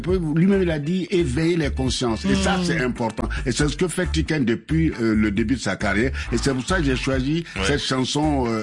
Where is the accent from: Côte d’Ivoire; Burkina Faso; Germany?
Côte d’Ivoire; comment c'est arrivé chez nous en Côte d'Ivoire avec cet interdisque.